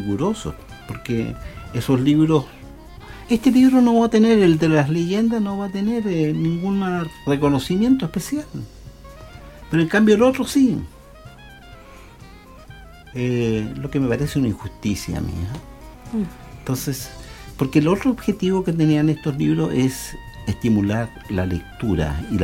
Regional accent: La Serena, Coquimbo, Chile; born there; a la gente de esta tierra, de mi tierra, el cariño y el compromiso eterno de quien nació aquí en la ciudad de La Serena, en la calle Tomei.

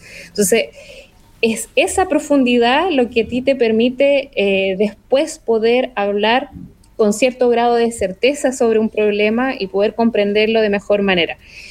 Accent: northern Chile, Chile; me fui a estudiar agua porque vengo del norte de Chile.

